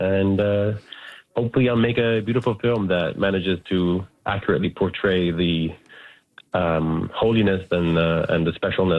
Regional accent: Italy; now in Wiscagonis, Canada; I am originally from Italy, but now I live in Wiscagonis in northern Quebec, UBC.

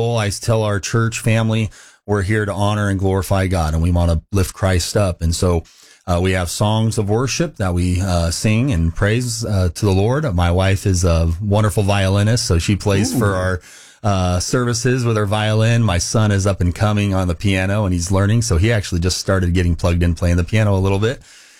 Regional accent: Clovis, California, United States; And so I grew up in Central Baptist Church there in Clovis, Califor

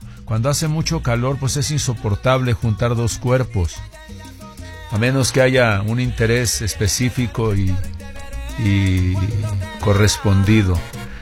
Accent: Mexico; No nos cuesta mucho y podemos ganar mucho como mexicanos y con nuestro autoestima por todo lo alto y justificadamente.

